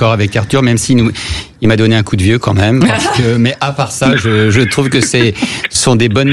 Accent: Paris, Île-de-France, France; parce que moi je suis parisien

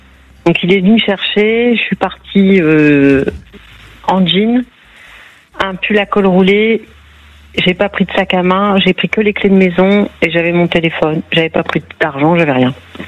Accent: the north of France, France; moi je suis native du nord de la France.

